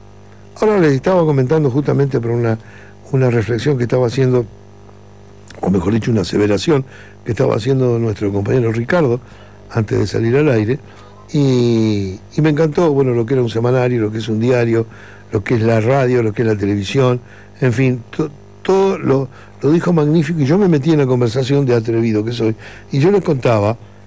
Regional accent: Uruguay; born there; yo nací en un país del primer mundo

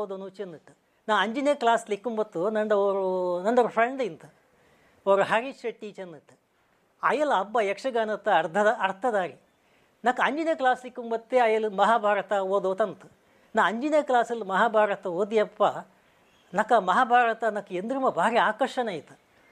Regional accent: Karnataka, India; born there; ಹಳ್ಳಿಲಿ ನಾನು ಜೀವನ ಹಾಕಿಟ್ಟು ಮೇಲೆ ಬಂದವನು.

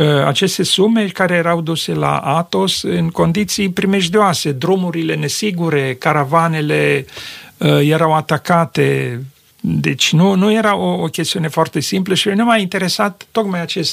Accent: Cluj-Napoca, Cluj County, Romania; suntem din Cluj

